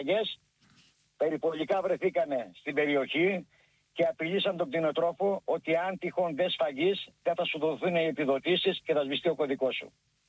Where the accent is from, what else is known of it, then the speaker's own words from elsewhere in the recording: Skalochori, North Aegean, Greece; κατάγομαι από ένα χωριό που λέγεται Σκαλοχώρη.